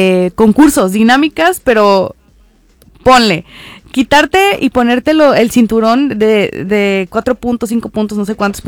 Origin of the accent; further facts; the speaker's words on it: Mexico; soy la única mexicana, mujer